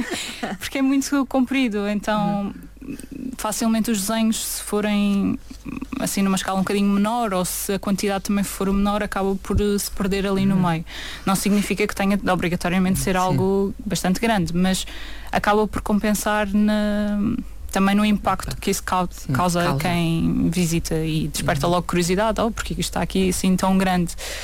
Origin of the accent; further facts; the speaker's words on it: Madeira, Portugal; also born or lived in Lisbon / Barcelos; Sou madeirense. Sim, só o período da faculdade é que andei ali por Lisboa e Barcelos.